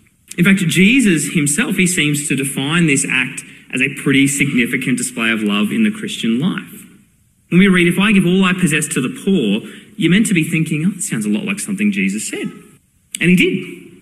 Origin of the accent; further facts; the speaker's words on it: Brisbane, Queensland, Australia; Brisbane, my hometown